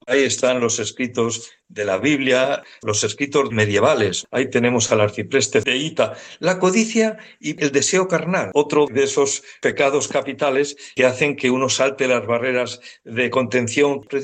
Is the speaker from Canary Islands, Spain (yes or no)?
no; Segovia, Castile and León, Spain; quiero que esto llegue a mi pueblo, es decir, a Segovia.